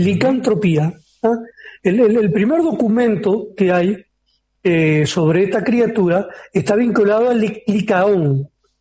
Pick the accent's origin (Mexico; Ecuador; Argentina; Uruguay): Uruguay; Montevideo; Yo me crié en Piedras Blancas, ahí en Uruguay, en Montevideo.